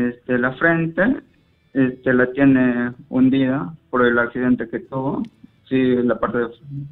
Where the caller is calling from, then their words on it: Lima, Peru; Desde Ate, Santa Anita.